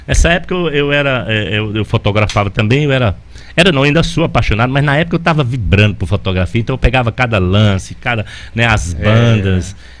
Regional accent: Quixeramobim, Ceará, Brazil; born there; Na verdade, eu nasci em Quixeramobim, né?

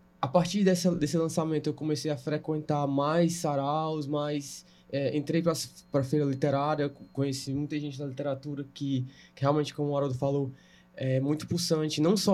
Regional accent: Fortaleza, Ceará, Brazil; now in Maracanaú, Brazil; sou natural daqui de Fortaleza, mas moro em Maracanã, né? Então já há mais de 20 anos.

